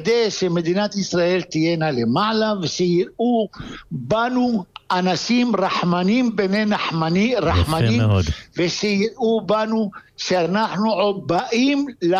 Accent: Tangier, Tanger-Tetouan-Al Hoceima, Morocco; also born or lived in France / Israel; now in Venezuela; אני גדלתי בטנג'יר, זו הייתה עיר בינלאומית. ואחר כך עברתי, גדלתי באוצר התורה, בישיבה של אוצר התורה בטנג'יר, ואחר כך עברתי לצרפת, ואחר כך למדתי בארץ, בישיבת שארית יוסף

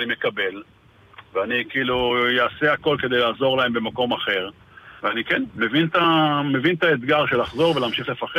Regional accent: Be'eri, Southern District, Israel; moved away as an adult; זה איפה שגדלתי, איפה שגידלתי לילדים, איפה שרחבתי סוסים ואיפה שרחבתי אופניים.

